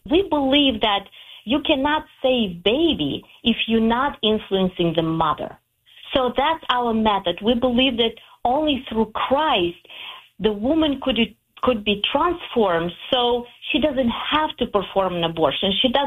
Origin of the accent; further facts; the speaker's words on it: Ukraine; English is a second language; They invited me to come back to Ukraine. When I went back, I realized that my home country is pretty much women doing abortion as a method of prevention pregnancy.